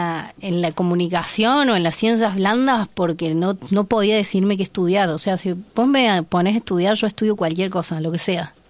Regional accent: Córdoba, Argentina; moved away as an adult; now in Buenos Aires, Argentina; Yo nací en Córdoba, a media cuadra de La Cañada, así que soy muy, muy cordobesa. Y decido venirme a Córdoba cuando termino de estudiar la facu.

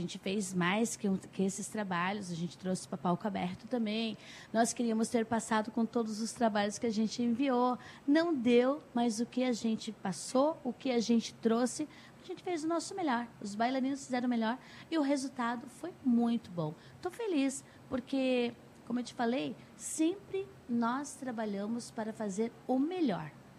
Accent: Joinville, Santa Catarina, Brazil; Sou também, sou joinvilense raiz.

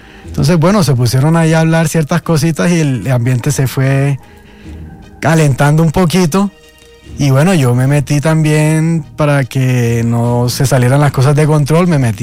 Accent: Cartagena, Bolívar, Colombia; Yo soy de Cartagena.

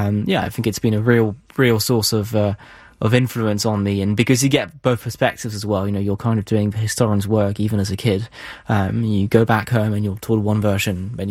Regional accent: London, United Kingdom; born there; I was born here in London.

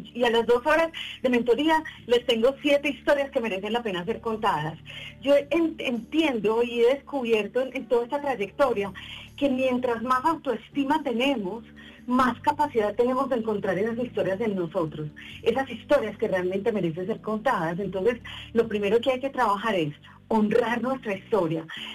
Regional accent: Titiribí, Antioquia, Colombia; moved away; yo soy de Titiribí, de un pueblito apartado donde el viento llega y se devuelve porque no hay nada que hacer.

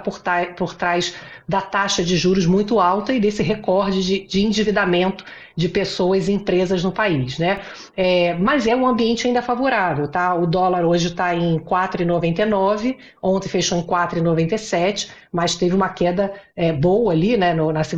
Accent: Rio de Janeiro, Brazil; now in São Paulo, Brazil; eu sou carioca, e eu me lembro que assim que eu cheguei em São Paulo

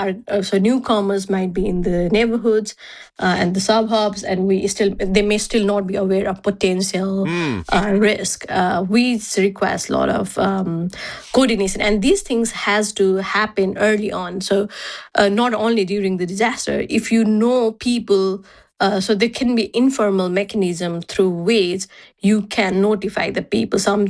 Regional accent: Nepal; I mean, I am local from Nepal

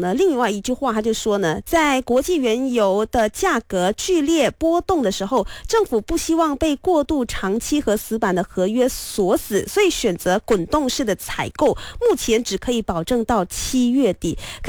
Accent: Malaysia; 但是我们马来西亚人好像还是挺依赖这个布迪95的

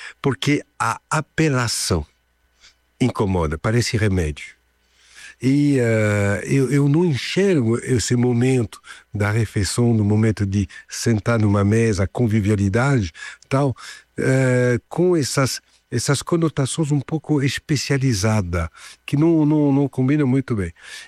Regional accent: Paris, Île-de-France, France; now in São Paulo, Brazil; meus pais me levavam, eu, meus irmãos, para o Entrecôte, o relais de l'Entrecôte, lá na minha cidade natal, que é Paris

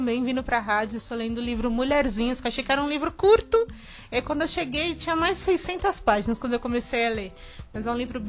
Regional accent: São Paulo, Brazil; Quando ninguém sabe onde eu moro, eu falo, ah, é perto de São Miguel, aí todo mundo já sabe.

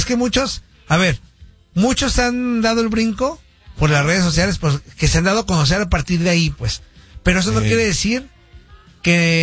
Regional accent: Mexico; nosotros como mexicanos

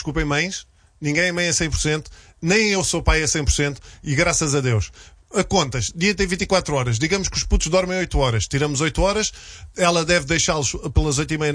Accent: Lisbon, Portugal; eu ia para a minha escola primária a pé, eu não estou a gozar, eu sou dos Olivais, eu ia 2 km todos os dias.

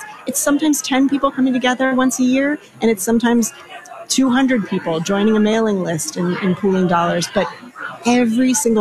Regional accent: North Carolina, United States; now in New York, United States; I grew up in North Carolina. I now live in New York.

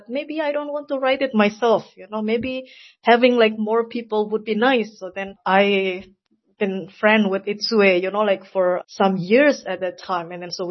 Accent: Indonesia; English is a second language; moved away as an adult; now in Hamburg, Germany; so I'm originally from Indonesia, but somehow I living in Germany. I've been 10 years living in Germany.

